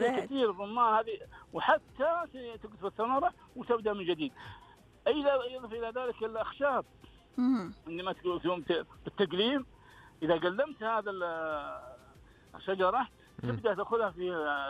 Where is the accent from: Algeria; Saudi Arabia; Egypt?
Saudi Arabia; Taif, Makkah Province; عندنا أحسن في الطائف